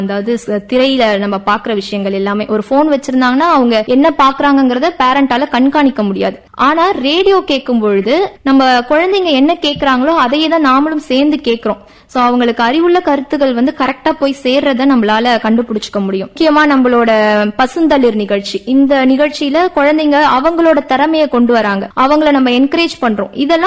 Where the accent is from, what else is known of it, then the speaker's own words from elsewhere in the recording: Puducherry, India; born there; மற்ற மொழிகள் வந்து என்னோட புதுச்சேரியில பிறந்ததுனால நம்மளுக்கு ஒரு அட்வான்டேஜ்